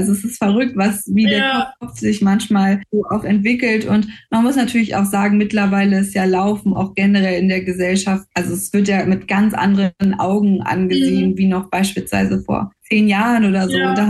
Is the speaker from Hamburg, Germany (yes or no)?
no; Berlin, Germany; moved away as an adult; also born or lived in Brandenburg; now in Frankfurt, Germany; Also ich komme gebürtig aus Berlin, muss man dazu sagen, und habe bis zu meinem 21. Geburtstag in Berlin auch gewohnt und bin dann erst quasi nach Frankfurt gezogen und dort natürlich auch in die Schule gegangen.